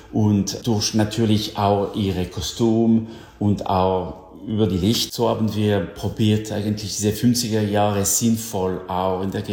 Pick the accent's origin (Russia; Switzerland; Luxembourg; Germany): Switzerland; wie zum Beispiel diesem berühmten Rekasimir, immer noch extrem populär bei uns in der Schweiz.